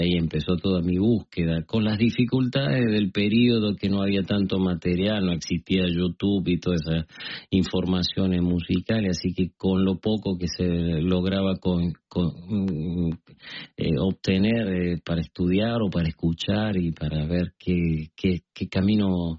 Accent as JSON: {"language": "Spanish", "region": "Córdoba", "country": "Argentina", "tie": "born or raised there", "also_born_or_lived": "United States / Italy", "moved": "as an adult", "said": "Nací en Córdoba"}